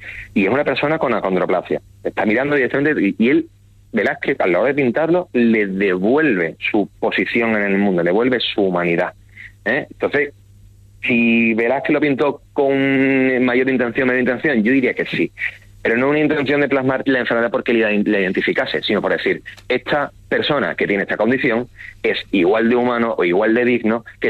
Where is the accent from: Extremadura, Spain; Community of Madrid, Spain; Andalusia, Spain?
Andalusia, Spain; en mi tierra, en Andalucía